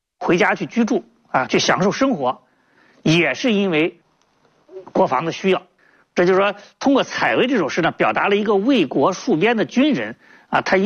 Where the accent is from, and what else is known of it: China